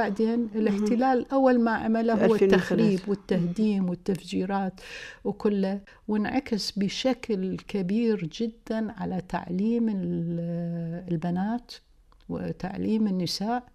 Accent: Iraq; احنا مجموع المهندسات عندنا بالعراق

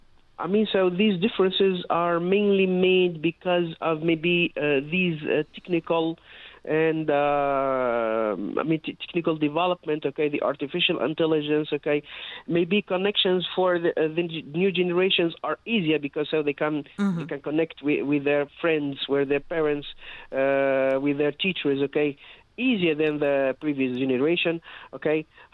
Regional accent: Tunisia; I said, I'm from Tunisia.

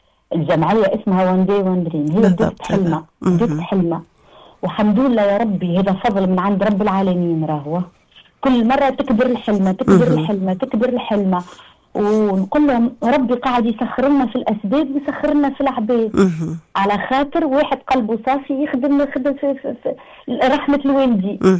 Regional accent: Tunisia; بلادنا تونس

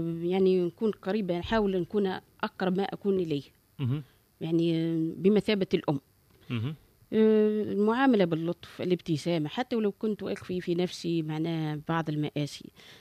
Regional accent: Tunisia; بالنسبة لي ولكل امرأة تونسية

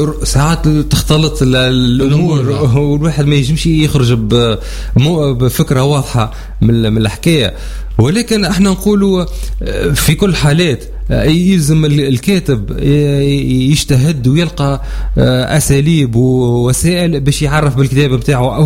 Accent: Tunisia; عندنا في تونس

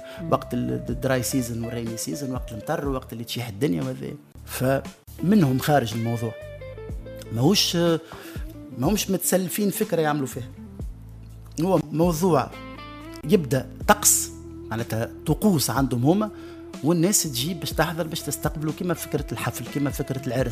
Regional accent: Tunisia; accent: Tunisian; يتعلم راه أصحابي الكل في لبنان يتكلموا بالتونسي بارفي زاد كل ممثلين خدمت معهم في لبنان وفي سوريا الكل نحكي معهم باللهجه التونسيه.

